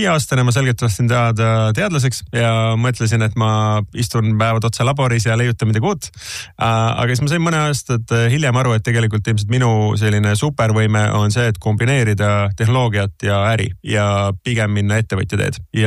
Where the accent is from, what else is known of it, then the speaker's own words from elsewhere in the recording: Kuressaare, Saare County, Estonia; ma kasvasin üles Saaremaal Kuressaares, kuni ma olin 7-aastane, käisin seal lasteaias, käisin seal esimese klassi koolis